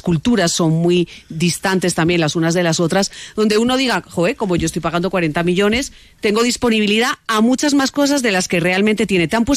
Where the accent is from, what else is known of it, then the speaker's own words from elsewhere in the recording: Colombia; Y además recuerda que soy colombiana.